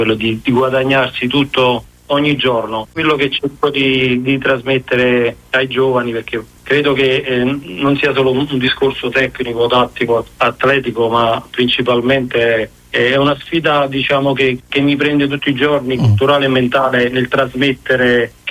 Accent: Naples, Campania, Italy; soprattutto per me da napoletano

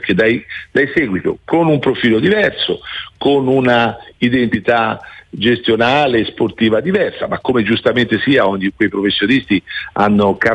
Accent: Tuscany, Italy; siamo toscani tutti e due

